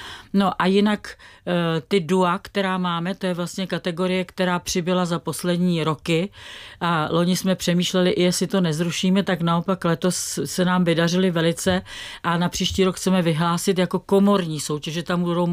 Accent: Prague, Czechia; já jsem jako Pražák

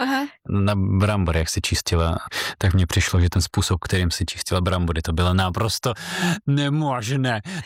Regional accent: Belarus; born there; first language Russian; Czech is a second language; now in Czech Republic; jsem Bělorus

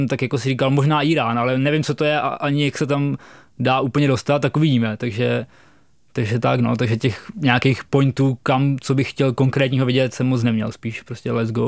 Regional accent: Chotěboř, Vysočina Region, Czechia; No a jednou dokonce v mém rodním městě, jako v Chotěboři

